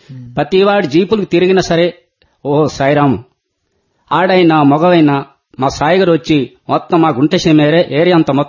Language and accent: Telugu; Andhra Pradesh, India; మా ఊరు లయగండ. లయగండ.